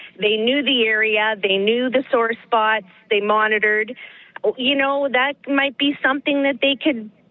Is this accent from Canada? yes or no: yes; Winnipeg, Manitoba, Canada; I grew up in Fort Garry.